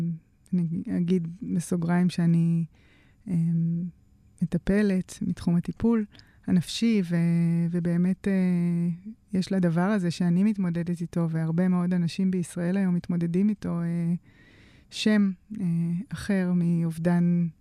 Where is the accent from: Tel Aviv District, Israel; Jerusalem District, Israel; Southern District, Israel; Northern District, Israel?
Southern District, Israel; Nir Oz; moved away as an adult; אני בת קיבוץ ניר עוז, ועזבתי את הקיבוץ בגיל 24-25, אחרי התואר הראשון.